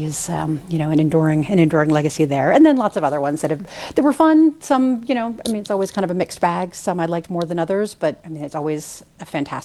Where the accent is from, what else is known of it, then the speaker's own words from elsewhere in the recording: New York, United States; now in Park City, United States; I'm a transplant from New York. We have people who grew up in Europe, people who are 10th generation Utahn.